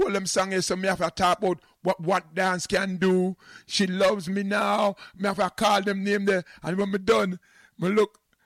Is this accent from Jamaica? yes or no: yes; Jamaica; I don't think we as Jamaicans really understand the impact we have on the world as a little island.